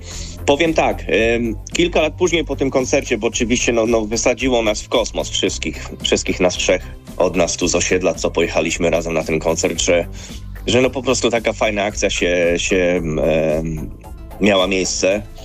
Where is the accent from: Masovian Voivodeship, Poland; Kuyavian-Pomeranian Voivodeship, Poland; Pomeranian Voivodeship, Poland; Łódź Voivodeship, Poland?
Masovian Voivodeship, Poland; Pruszków; Z Grodziska Mazowieckiego, wywodzący się, czyli ja jestem z Pruszkowa, także dwa miasta obok duże